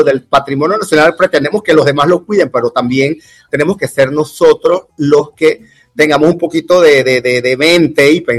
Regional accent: Panama; nosotros como panameños.

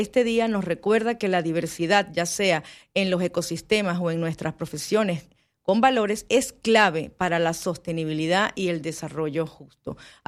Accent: Venezuela; now in Panama

